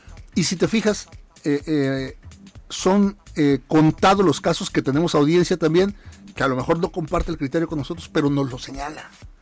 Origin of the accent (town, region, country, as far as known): Mexico